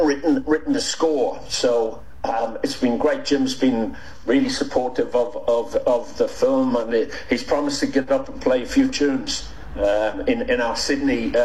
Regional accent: Ireland; now in Australia; film was shot in Ireland, quite near my hometown, and in Dundalk

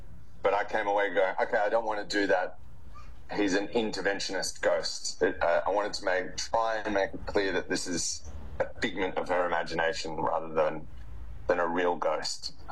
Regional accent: Australia; I'm an Australian, so I didn't grow up in Britain.

